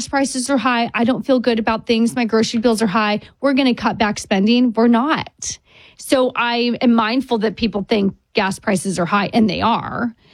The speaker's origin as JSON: {"language": "English", "region": "New York", "country": "United States", "tie": "born or raised there", "said": "I see so many people in my hometown of New York"}